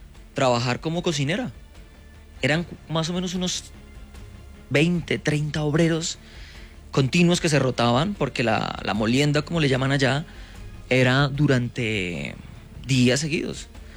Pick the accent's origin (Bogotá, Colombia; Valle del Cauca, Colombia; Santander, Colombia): Bogotá, Colombia; born there; No, yo soy... Yo nací en Bogotá.